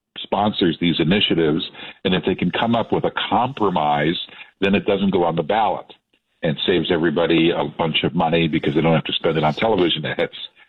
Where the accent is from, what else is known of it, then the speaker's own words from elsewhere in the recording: San Francisco, California, United States; San Francisco, my hometown, has a new mayor, and he is making things better.